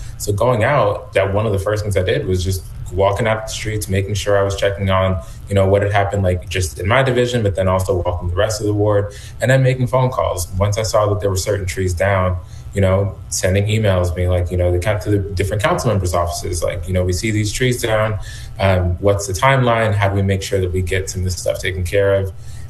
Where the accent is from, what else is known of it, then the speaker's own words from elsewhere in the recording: Georgia, United States; I'm from Georgia